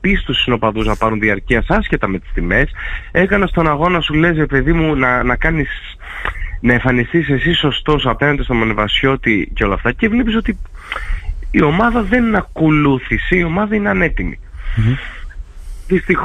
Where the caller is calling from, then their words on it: Thessaloniki, Central Macedonia, Greece; Όχι, δεν είμαι από Ικαρία, από Θεσσαλονίκη κανονικά.